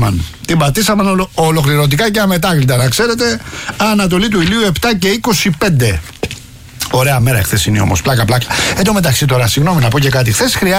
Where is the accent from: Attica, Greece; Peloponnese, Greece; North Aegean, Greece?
Attica, Greece; Rafina; born or raised there